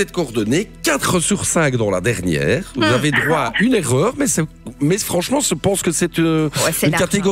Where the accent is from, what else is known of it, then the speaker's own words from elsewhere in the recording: Belgium; Très difficile à dire quand on est belge.